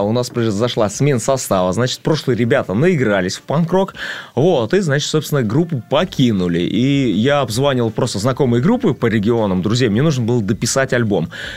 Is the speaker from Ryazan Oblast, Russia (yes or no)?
yes; Ryazan, Ryazan Oblast, Russia; чтобы тоже в моем родном городе вся эта движуха жила.